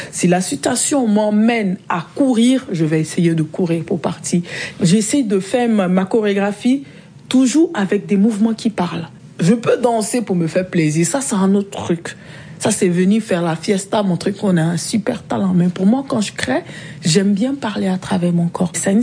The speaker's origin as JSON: {"language": "French", "country": "Côte d’Ivoire", "said": "Je suis repartie dans ce domaine-là en tant qu'Ivoirienne"}